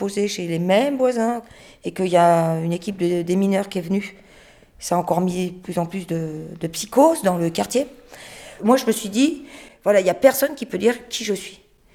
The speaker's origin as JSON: {"language": "French", "country": "France", "said": "Je suis française convertie à l'islam."}